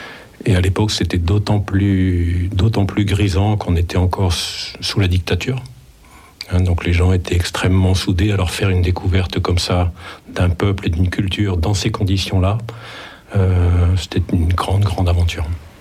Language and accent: French; France; Je suis français